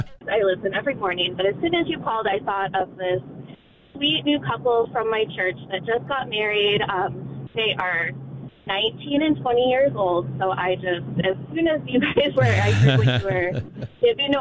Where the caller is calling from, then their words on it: Portland, United States; I live in Portland.